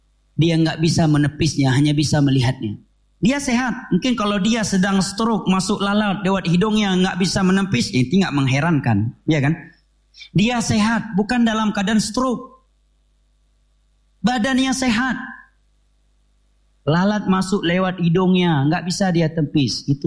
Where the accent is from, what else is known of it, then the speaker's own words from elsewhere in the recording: Aceh, Indonesia; Kami orang Aceh